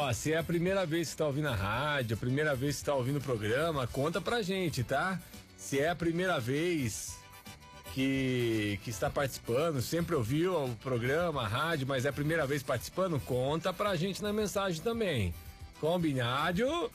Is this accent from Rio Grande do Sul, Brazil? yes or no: no; São Paulo, Brazil; sou de Barra Funda, São Paulo.